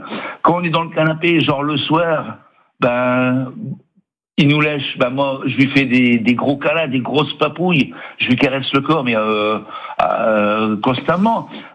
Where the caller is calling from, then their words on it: Hauts-de-France, France; moi, j'appelle de Vombay.